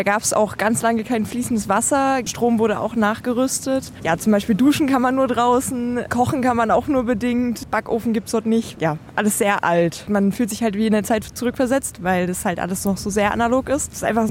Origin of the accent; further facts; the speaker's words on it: Halle, Saxony-Anhalt, Germany; ich bin aus Halle